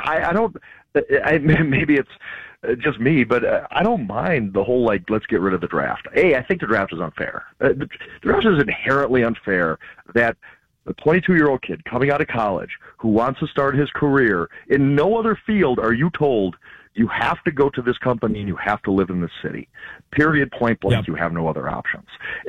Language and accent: English; Wisconsin, United States; I grew up in a newspaper business, and if, you know, I grew up in Wisconsin